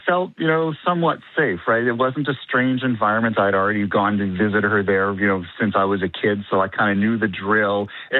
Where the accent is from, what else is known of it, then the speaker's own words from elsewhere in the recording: Laval, Quebec, Canada; moved away; also born or lived in Montreal; So I was born in Montreal and grew up just north of Montreal, one of the suburbs. It's called Chomedey. It's part of the city of Laval. It's just over the river from Montreal.